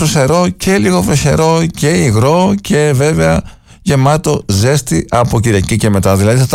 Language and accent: Greek; Greece